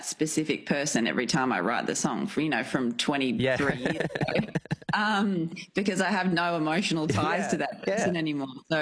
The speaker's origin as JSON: {"language": "English", "country": "Australia", "accent": "Australian", "said": "I haven't really gauged whether the Americans are enjoying my accent or not. But I do remember when I spent a lot of time there, I just had to open my mouth and they found me hilarious"}